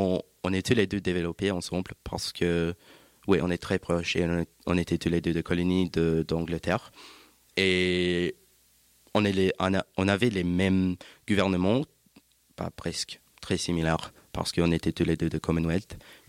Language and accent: French; New Zealand; French is a second language; moved away; les sentiments que j'ai ressentis en grandissant de Nouvelle-Zélande.